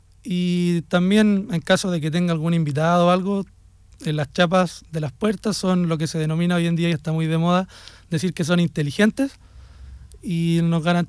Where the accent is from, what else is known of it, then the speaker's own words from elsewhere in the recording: Quillota, Valparaíso, Chile; also born or lived in Viña del Mar; nacido y criado en Quillota. Personalmente yo tengo 25 años y he pasado gran parte de mi vida acá en la zona.